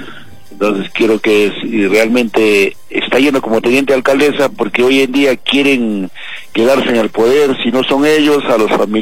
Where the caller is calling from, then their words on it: Arequipa, Peru; aquí llamo de Caima.